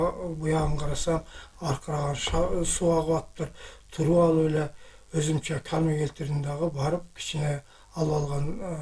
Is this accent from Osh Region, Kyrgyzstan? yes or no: yes; Alay, Osh Region, Kyrgyzstan; born there; Алайда туулган.